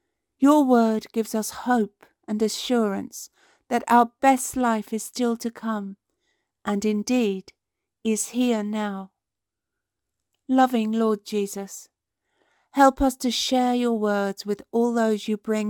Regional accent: East of England, United Kingdom; I'm from Cambridgeshire.

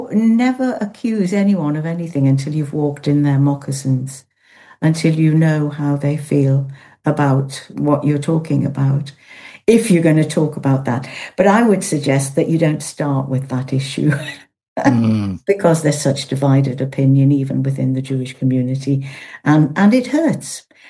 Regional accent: Yorkshire and the Humber, United Kingdom; accent: Yorkshire; you'd know it was Yorkshire, wouldn't you, from my accent?

